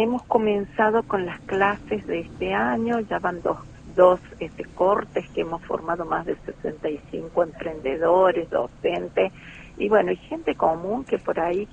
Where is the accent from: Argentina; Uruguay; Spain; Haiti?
Argentina; Aminga, La Rioja; moved away; que volví, que obviamente es mi pueblo natal, es Aminga